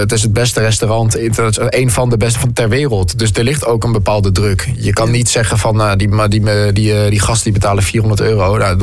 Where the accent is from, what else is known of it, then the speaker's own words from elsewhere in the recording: Netherlands; ik kom wel uit Nederland. Ik versta het wel, maar ook wel tot een bepaald niveau